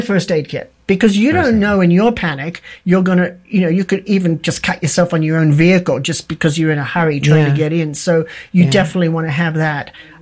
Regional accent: Australia; now in Santa Fe, United States; fire to me, I'm from Australia and it's the land of fire, and fire has always been a big concern.

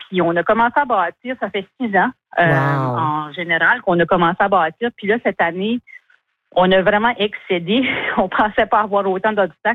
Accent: Edmundston, New Brunswick, Canada; also born or lived in Moncton

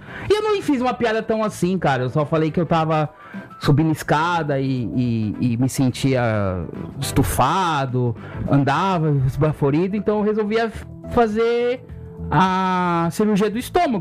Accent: São Paulo, Brazil; Na verdade, eu sou paulistano, né?

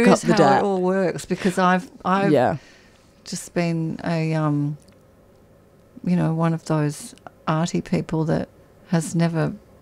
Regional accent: Perth, Western Australia, Australia; I'm an Australian. What do they call it? A sand groper.

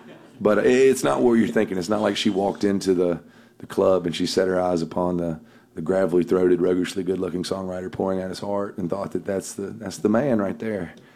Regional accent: North Carolina, United States; Where I'm from, I'm a redneck from North Carolina. You don't keep dogs in your house.

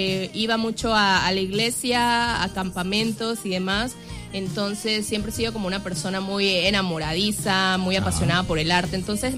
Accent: Panama; moved away as an adult; also born or lived in Mexico; now in Guatemala; Yo soy panameña mexicana

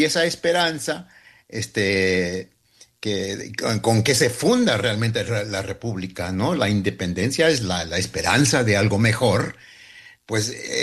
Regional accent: El Salvador; Yo soy salvadoreño mexicano.

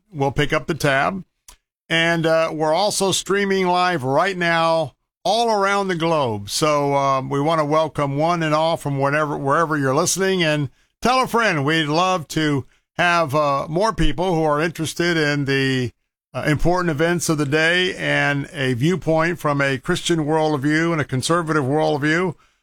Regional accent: Tampa, Florida, United States; we're coming to you from our studios here in Tampa, Florida, my hometown, believe it or not. Yes, sirree, born and raised here. I've seen it all.

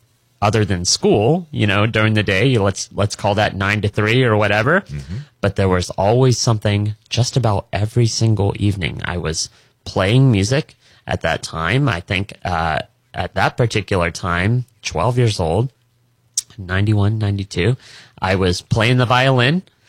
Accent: Tampa, Florida, United States; born and raised in Tampa Bay, Florida, and I had a remarkable childhood.

